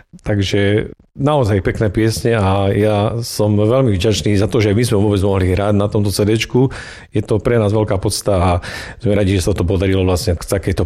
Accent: Krupina, Banská Bystrica Region, Slovakia; Krupinčan som vlastne iba sám ja som z Krupiny.

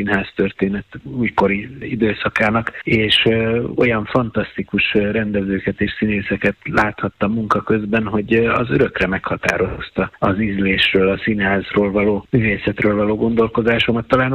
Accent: Budapest, Hungary; born there; Valahogy ott nőttem föl félig meddig édesanyám révén

